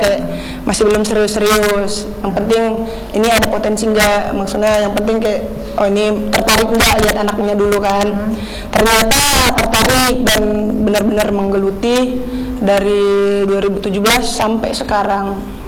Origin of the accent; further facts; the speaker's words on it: Medan, North Sumatra, Indonesia; moved away as an adult; now in Biak, Indonesia; kebetulan saya orang Sumatera Utara Medan.